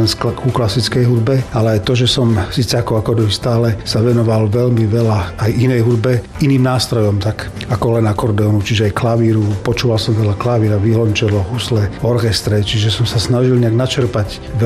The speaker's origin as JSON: {"language": "Slovak", "town": "Dolný Kubín", "region": "Žilina Region", "country": "Slovakia", "tie": "born or raised there", "also_born_or_lived": "Ružomberok", "said": "narodil som sa v Ružomberku, ale vyrastal v Dolnom Kubíne, lebo v Kubíne nebola pôrodnica, takže skôr to bolo tak, ale s Ružomberkom mám tiež veľké vzťahy, lebo tam žila dosť veľa mojej rodiny"}